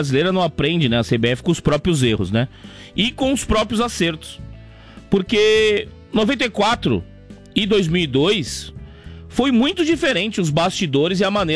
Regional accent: Brazil; Aquele negócio de falar que sou brasileiro com muito orgulho. Eu não tenho esse orgulho, não.

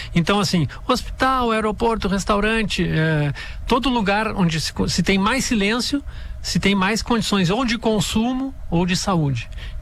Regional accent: Bom Jesus, Rio Grande do Sul, Brazil; moved away; Eu me criei em Bom Jesus

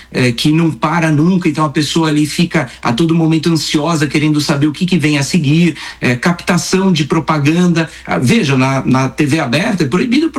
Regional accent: Botucatu, São Paulo, Brazil; Na minha infância lá em Botucatu, no interior, que a gente se preocupava muito mais em praticar esporte, brincar na rua porque tinha segurança

